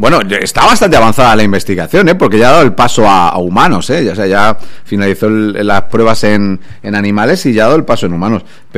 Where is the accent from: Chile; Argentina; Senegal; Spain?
Spain